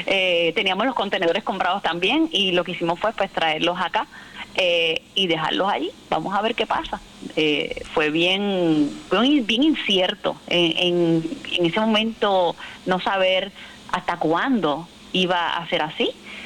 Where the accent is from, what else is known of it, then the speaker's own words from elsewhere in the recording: Ponce, Puerto Rico; Yo soy originalmente de Ponce